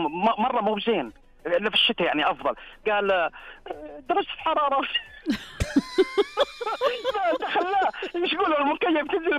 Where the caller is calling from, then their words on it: Riyadh, Riyadh Province, Saudi Arabia; من الرياض يا حبيبي.